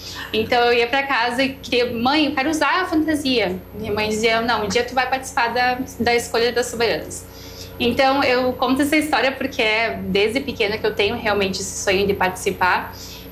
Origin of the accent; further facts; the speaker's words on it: Garibaldi, Rio Grande do Sul, Brazil; tenho 25 anos, sou natural aqui de Garibaldi, nasci e cresci aqui.